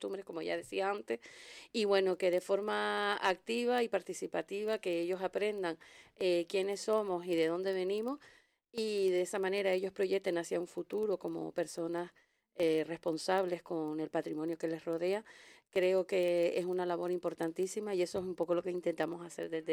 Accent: Canary Islands, Spain; todo lo que nos representa como canarios

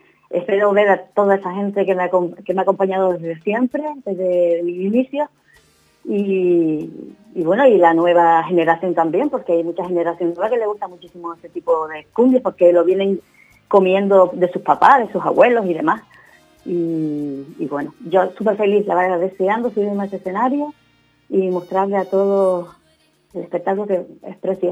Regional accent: Teror, Canary Islands, Spain; born there; Yo nací en Teror, nací en casa de mi abuelita, con una comadrona que no me acuerdo cómo se llamaba, la comadrona que había en aquel entonces, y nací en casa de mi abuela.

